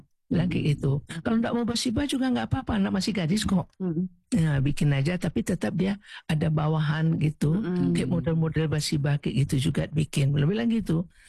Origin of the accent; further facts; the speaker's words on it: West Sumatra, Indonesia; Kalau kita Minang nggak paka